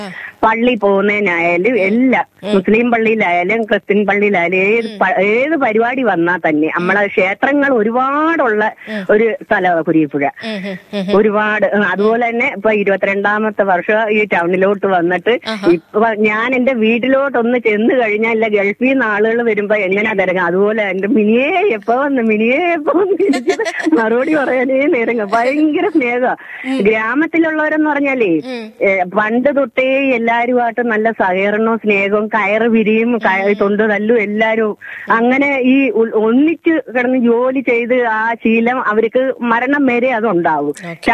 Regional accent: Kerala, India; moved away as an adult; ഞങ്ങളെ സ്ഥലം തൃക്കടോർ കുരിയപ്പുഴ.

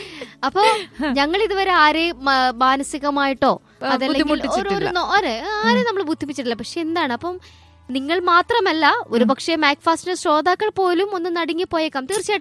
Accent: Kadavanthra, Kerala, India; എറണാകുളം കടവന്ത്ര സ്വദേശിയാണ്.

